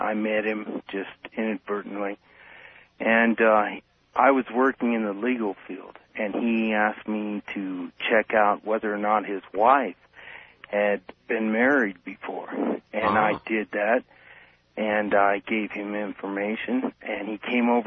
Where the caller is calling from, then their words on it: Denver, Colorado, United States; I'm calling from Denver.